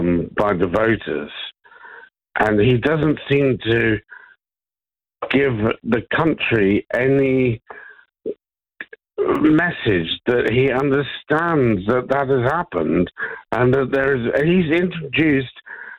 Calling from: London, United Kingdom; I'm in Bermondsey.

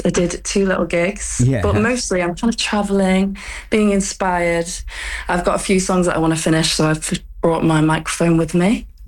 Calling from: Vietnam; I'm actually in Vietnam.

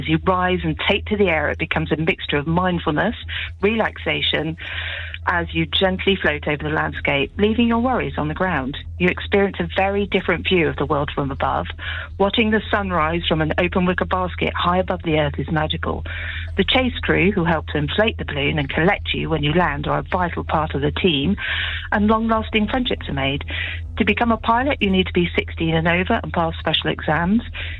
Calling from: Brighton, South East England, United Kingdom; when you live here and you're a resident

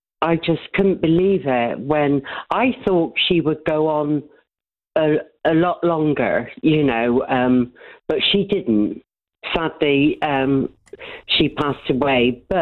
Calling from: Bristol, South West England, United Kingdom; But though I'm calling from Downend in Bristol, I'm actually under South Gloucestershire County.

